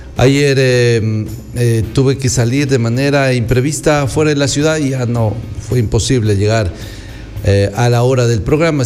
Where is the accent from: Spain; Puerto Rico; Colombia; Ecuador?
Ecuador; Zamora, Zamora-Chinchipe; como somos de acá de Zamora, nosotros somos zamoranos